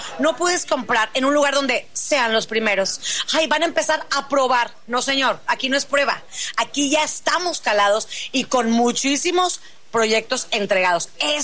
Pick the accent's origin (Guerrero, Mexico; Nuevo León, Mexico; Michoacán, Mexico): Nuevo León, Mexico; Monterrey; yo soy regia